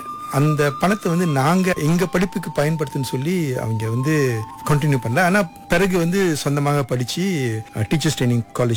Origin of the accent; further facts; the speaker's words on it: India; நான் ஒரு இந்தியன் அந்த ஒரு அந்த உணர்ச்சியெல்லாம் வந்து அக்கா தான் கொடுத்தாங்க